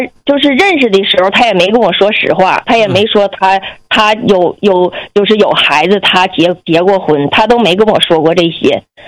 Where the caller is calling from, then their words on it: Shenyang, Liaoning, China; 我是沈阳人